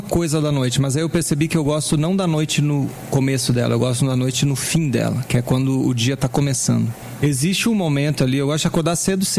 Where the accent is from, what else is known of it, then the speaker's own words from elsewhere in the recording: Rio Grande do Sul, Brazil; also born or lived in Brasília; Eu sinto que o gauchês está em mim mais predominantemente do que qualquer coisa, né? Por conta de eu ter sido criado lá, minha família toda lá, né?